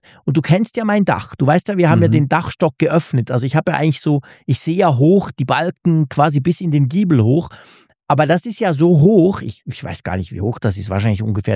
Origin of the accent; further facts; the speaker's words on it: Switzerland; Die gab es bei uns in der Schweiz tatsächlich auch, ja.